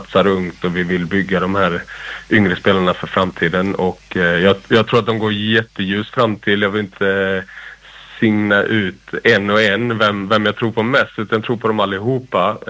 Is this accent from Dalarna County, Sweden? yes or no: no; Malmö, Skåne, Sweden; born there; Jag är ju född i Malmö, brukar jag stoltsera mig trots att inte det hörs på dialekten.